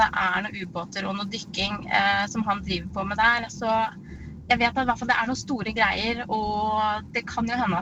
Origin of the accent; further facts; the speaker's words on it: Notodden, Vestfold og Telemark, Norway; Jeg er fra Notodden, eller fra nærmiljøet der, og jeg vokste opp med en nabo som heter Tor Olav Sperre